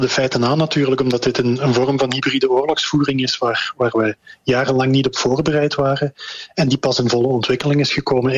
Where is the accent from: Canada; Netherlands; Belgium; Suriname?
Belgium; Ja, als Belg kan ik alleen maar beamen dat dat een goed idee is.